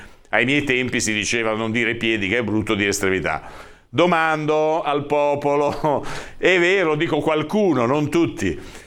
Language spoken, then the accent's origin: Italian; Savona, Liguria, Italy; io di Savona, che tengo alla Rarinante Savona.